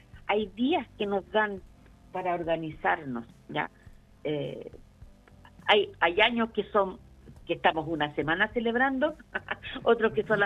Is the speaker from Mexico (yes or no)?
no; Chile; para nosotros como chilenos